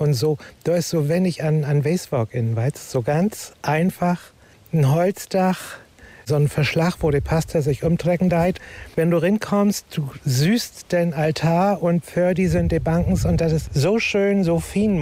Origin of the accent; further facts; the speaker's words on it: Baumgarten, Germany; Ja, bei uns in Dörp, also da, wo ich herkomme, in Baumgarten, da haben wir so auch so ein Feldstein- und Fachwerkkarg.